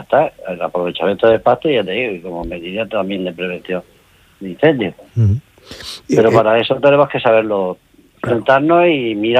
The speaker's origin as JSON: {"language": "Spanish", "region": "Andalusia", "country": "Spain", "moved": "yes", "lives_now": "Region of Murcia, Spain"}